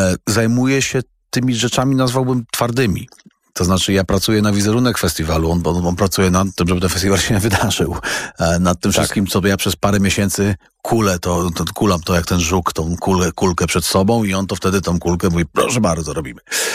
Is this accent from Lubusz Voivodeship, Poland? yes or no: no; West Pomeranian Voivodeship, Poland; born or raised there